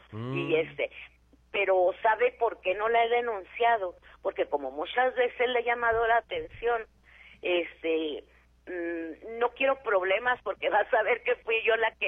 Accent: Chihuahua, Mexico; born there; moved away; como nací en Chihuahua, tengo la cultura de barrer mi calle.

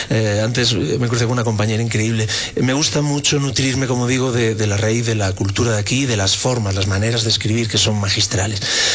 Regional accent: Spain; En mi país, en España, insisto, de México no hablo porque vengo como turista, pero de España puedo hablar mucho.

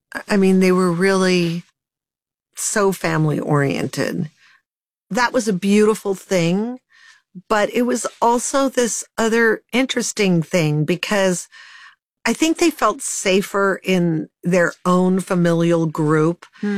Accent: Los Angeles, California, United States; I grew up in the Hollywood Hills.

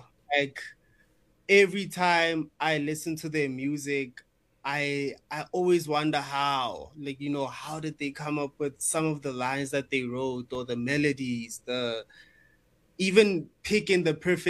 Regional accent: Bethlehem, Free State, South Africa; now in Johannesburg, South Africa; So I came from Bethlehem, like in the Free State, and I moved to I had recently just moved to Joburg

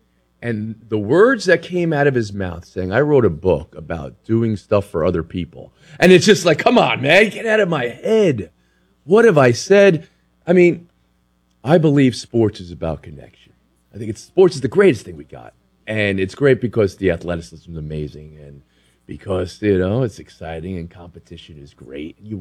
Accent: New Jersey, United States; a player I grew up with in Jersey.

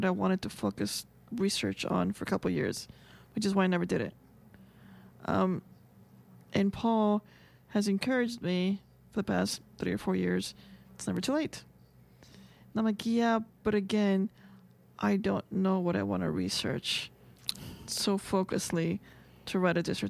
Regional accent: Mexico; now in Bendigo, Australia; In part of the cities that I grew up in, there were no street names. It was like the city that I was born in Mexico

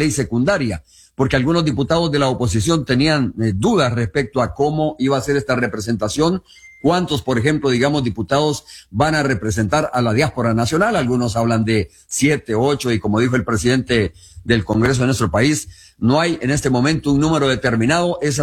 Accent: El Salvador; los salvadoreños

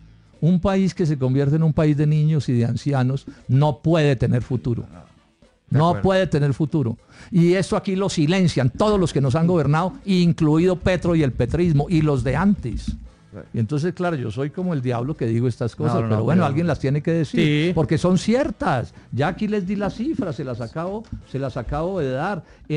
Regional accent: Colombia

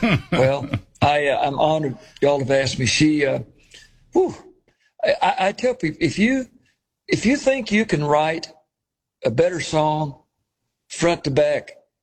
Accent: Ireland; Well, she was, I'm Irish too. … on our mother's side.

